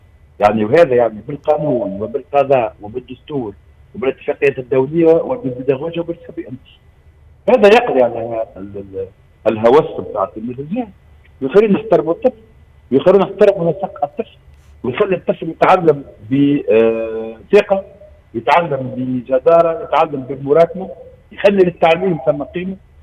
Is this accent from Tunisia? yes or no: yes; Tunisia; كما نشوفوها نحن اليوم اللي عندنا في تونس